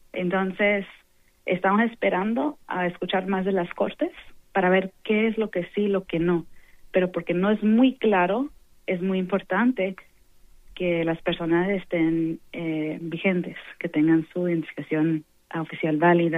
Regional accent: Mexico; now in Houston, United States; yo soy mexicana

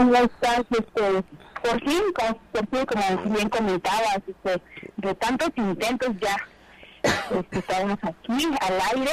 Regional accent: Mexico; first language Mixtec; Spanish is a second language; Y pues si me permite, me gustaría saludar en mi lengua materna

